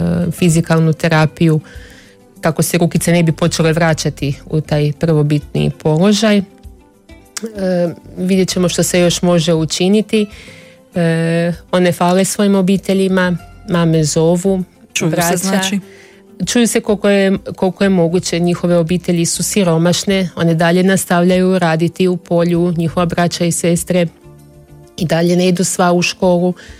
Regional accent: Croatia; now in Benin; mi kažemo Hrvatska, jer Hrvatsku znamo, iz Hrvatske smo potekli.

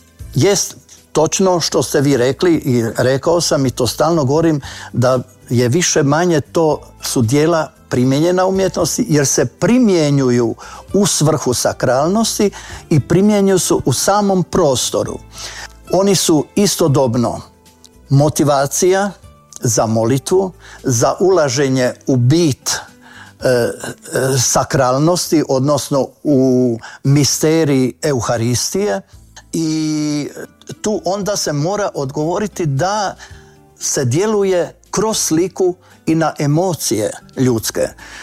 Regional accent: Croatia; a budući da sam rodom iz Novog Kvirja, tada je se gradila crkva, 70. godine

